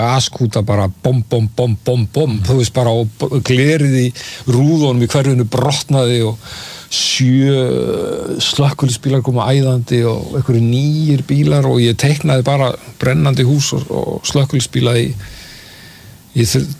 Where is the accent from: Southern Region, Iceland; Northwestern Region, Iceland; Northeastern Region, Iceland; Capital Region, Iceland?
Capital Region, Iceland; Reykjavík; síðan elst ég þannig upp á Njálskutu 87 sem eru hotnir á Snorrabrautan Njálskutu